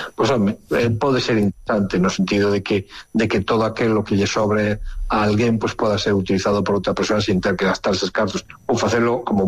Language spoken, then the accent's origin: Galician; Lugo, Galicia, Spain